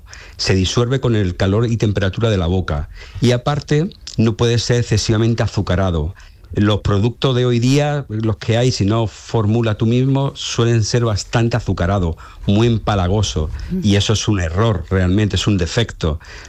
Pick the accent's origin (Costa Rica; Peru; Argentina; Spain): Spain